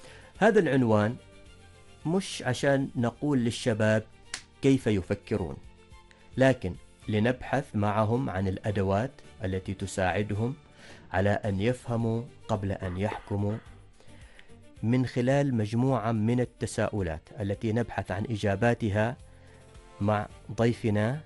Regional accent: Oman; بلادنا سلطنة عمان

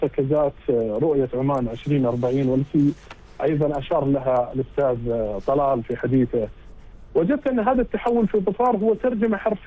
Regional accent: Saudi Arabia; أنا كسعودي وخليجي

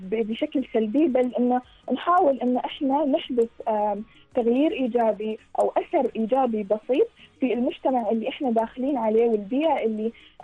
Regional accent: Oman; moved away as an adult; now in United Kingdom; إحنا من عمان

